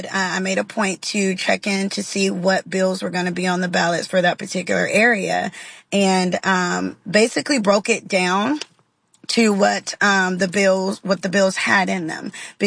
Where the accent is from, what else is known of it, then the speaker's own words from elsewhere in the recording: Alabama, United States; I was raised in the South in Alabama, Roll Tide. I was raised in a very Christian home.